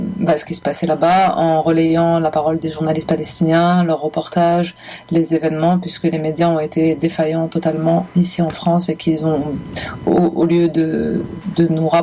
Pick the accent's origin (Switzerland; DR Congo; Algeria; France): Algeria; Parce que j'ai grandi en Algérie, je suis née et j'ai grandi en Algérie, dans l'Algérie postcoloniale